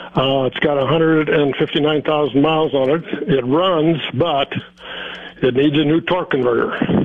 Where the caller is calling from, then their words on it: Freeman, South Dakota, United States; from Freeman.